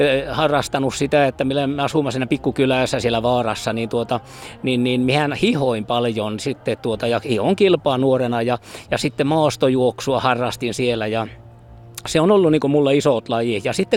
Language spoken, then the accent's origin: Finnish; Norrbotten County, Sweden; olen kasvanut ylös pienessä kylässä Luppiossa ja sitten ollut Tornion väylä koko elämän mukana.